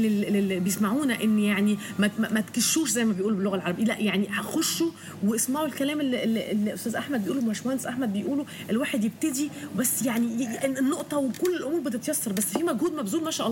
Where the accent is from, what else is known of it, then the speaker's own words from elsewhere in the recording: Egypt; احنا يعني كمصريين وكعرب